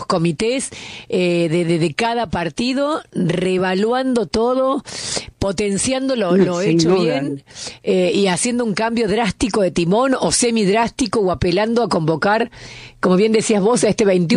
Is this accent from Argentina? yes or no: yes; Argentina; Vos sabés, Elio, como argentina, que nosotros acá siempre decimos que votamos con el bolsillo.